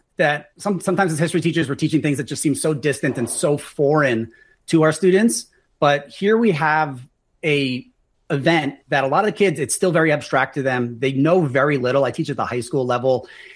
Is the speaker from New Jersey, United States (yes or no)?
yes; Bergen County, New Jersey, United States; now in Hawaii, United States; So I teach in Hawaii, but I grew up in Bergen County, New Jersey, at a school community that was impacted.